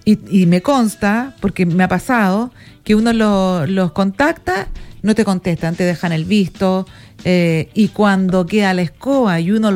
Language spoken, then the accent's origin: Spanish; Iquique, Tarapacá, Chile; O sea, Avenida Aeropuerto y Los Molles, para los que somos iquiqueños.